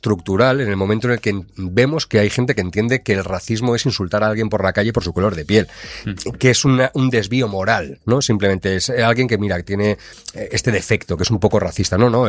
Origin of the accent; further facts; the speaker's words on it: Valencian Community, Spain; Yo como valenciano